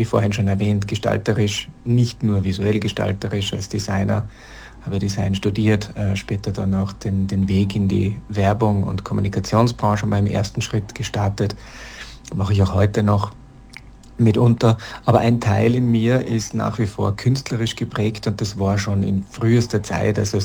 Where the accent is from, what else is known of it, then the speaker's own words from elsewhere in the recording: Rauris Valley, Salzburg, Austria; moved away; aufgewachsen im Raurisertal.